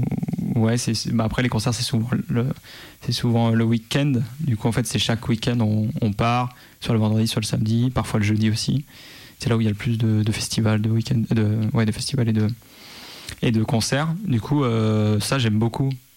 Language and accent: French; Saint-Étienne, Auvergne-Rhône-Alpes, France; born there; now in Lyon, France; je suis né à Saint-Etienne. Et j'aime beaucoup cette ville. C'est la ville de cœur.